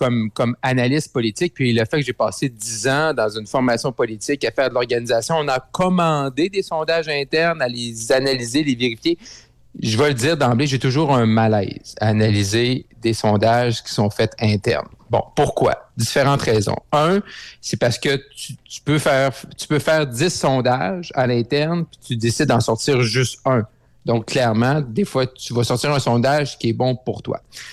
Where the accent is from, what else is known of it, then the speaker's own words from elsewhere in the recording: Quebec, Canada; now in Quebec City, Canada; je retourne dans mon coin de pays, au Saguenay-Lac-Saint-Jean